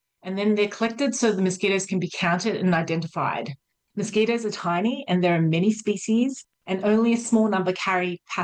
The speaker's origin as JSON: {"language": "English", "country": "Australia", "tie": "born or raised there", "moved": "as an adult", "lives_now": "Canada", "said": "I actually grew up in Australia. I'm a dual citizen, but I grew up in Australia. And growing up in a subtropical country"}